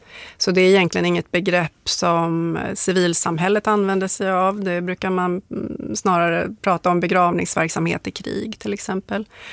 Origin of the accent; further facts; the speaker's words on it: Gotland, Sweden; born there; Och så växte jag upp på Gotland delvis, och då var det ju, det här var på 80-talet